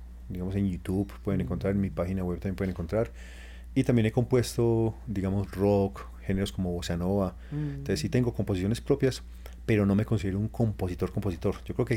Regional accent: Colombia; born there; also born or lived in Canada / Vancouver, Canada; Y en el 2011 viajé a Canadá. Yo nací en Canadá, pero llegué a Colombia cuando estaba de 2 años nomás. Entonces volví, digamos, al país a aprender inglés.

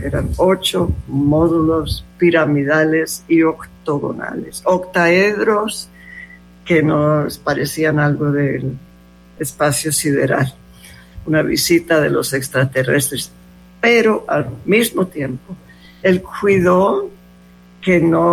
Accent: Roldanillo, Valle del Cauca, Colombia; born there; Yo nací en Roldanillo, un pueblo muy pequeño.

